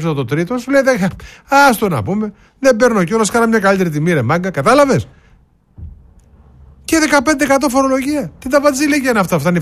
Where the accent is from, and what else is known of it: Eitorf, North Rhine-Westphalia, Germany; born or raised there